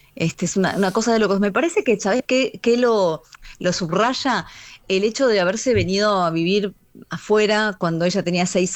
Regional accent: Argentina; now in Mexico; pero yo cuando me fui de Argentina, a mí en Argentina me fue siempre genial

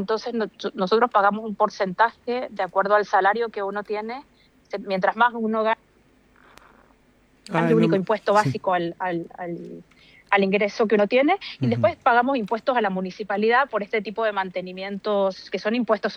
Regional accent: Mendoza, Argentina; moved away as an adult; now in Norway; yo soy mendocina, viví en Mendoza hasta los 27 años. Mi corazón está en parte allá.

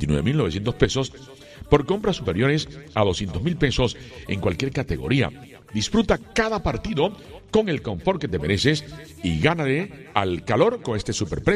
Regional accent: Colombia; Yo soy de Colombia, el país de la belleza.

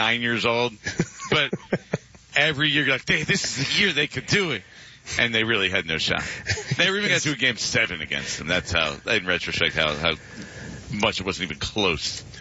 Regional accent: New Jersey, United States; But I grew up in New Jersey. It didn't even matter. People, we were all my friends were we were all Knicks fans.

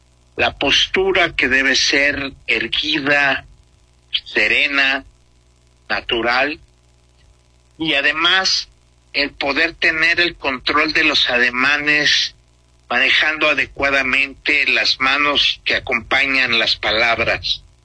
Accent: Mexico; now in Xalapa, Mexico; nos han recibido de una manera extraordinaria como mexicanas y mexicanos.

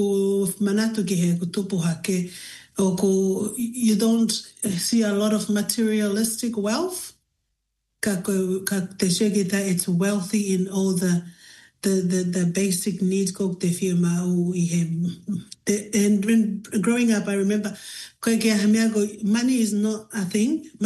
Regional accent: Highlands, Papua New Guinea; We have very... fond memories growing up in Papua New Guinea. Yeah? Rich culture and, yeah, enriching everything, you know, in terms of natural resources. Family. We live in the highlands, eh?

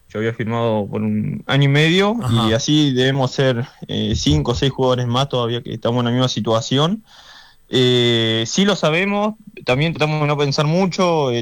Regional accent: Neuquén, Argentina; now in Córdoba, Argentina; Sí, la verdad es, yo de verdad que soy de Neuquén, pero se me ha pegado un poquito la tonada. Es difícil todo el día escuchando a los cordobeses que no se te pegue un poco.

